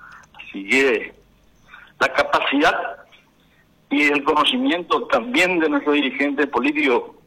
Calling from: Paraguay

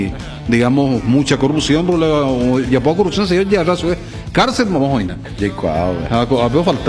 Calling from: Paraguay

